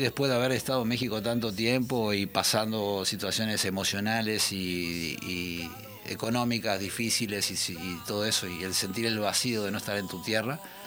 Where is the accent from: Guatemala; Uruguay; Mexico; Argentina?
Uruguay; now in Spain; Sí, así es. Me fui hace 26 años de Uruguay. Y aquí regresando, entiendo muchos motivos por los cuales me fui y otros por los que nunca debía haberme ido.